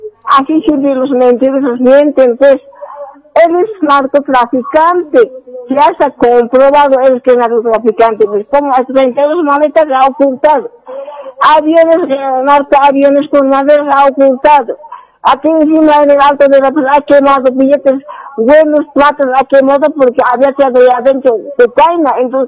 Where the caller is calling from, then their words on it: La Paz, Bolivia; Estoy llamando de Ciudad de La Paz.